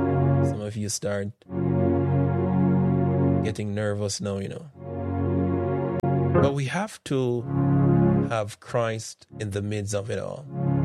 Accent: Jamaica; when we grew up in Jamaica, growing up in Jamaica, whenever you hear the word ignorant, you think about somebody that's angry.

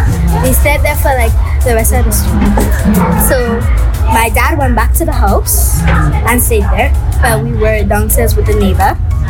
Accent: Carriacou and Petite Martinique, Grenada; And I was born in Grenada, but I grew up here.

